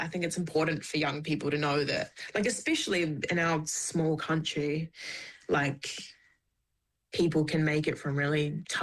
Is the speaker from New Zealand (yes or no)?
yes; Clarks Beach, Auckland, New Zealand; I grew up in a town called Clark's Beach.